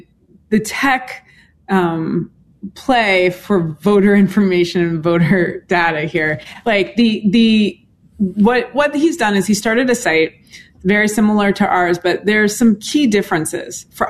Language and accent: English; Indianapolis, Indiana, United States; That is correct. I'm from Indianapolis, Indiana.